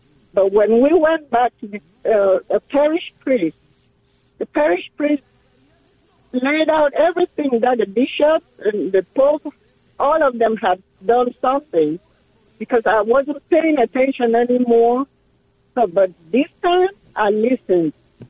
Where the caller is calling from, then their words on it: Houston, Texas, United States; I'm calling from Houston, Texas on 1430 AM.